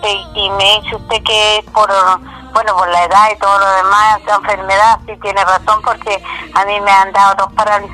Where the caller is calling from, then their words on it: Hualpén, Biobío, Chile; Yo le hablo de acá, estoy viviendo con mi hija y mi yerno acá en Hualpén, acá en Concepción